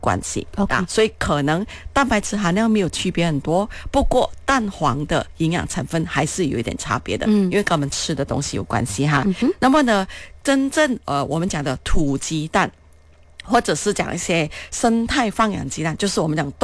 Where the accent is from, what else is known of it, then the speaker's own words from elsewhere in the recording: Malaysia; 我们马来西亚人